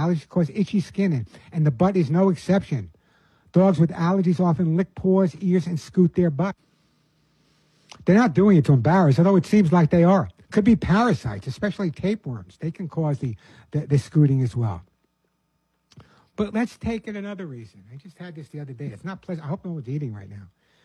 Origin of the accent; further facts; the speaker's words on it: Bronx, New York, United States; also born or lived in Long Island; However, I grew up in the Bronx and Long Island. I know I have no accent anymore.